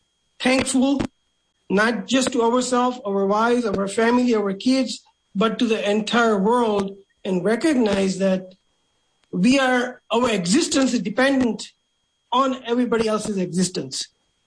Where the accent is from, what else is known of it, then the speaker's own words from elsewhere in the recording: India; primarily when we are growing up in India, every time we did the prayers, there are two prominent prayers that we did it most of the time.